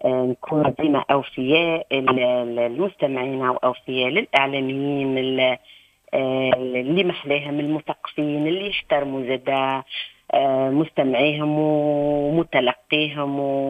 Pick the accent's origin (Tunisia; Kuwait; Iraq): Tunisia; North West Tunisia; احنا عندنا في الشمال الغربي